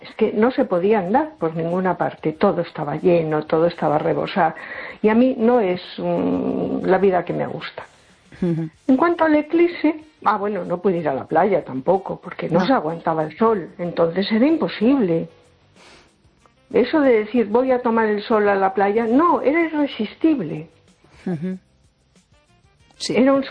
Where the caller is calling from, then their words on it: A Coruña, Galicia, Spain; Hola, buenas noches … de Coruña.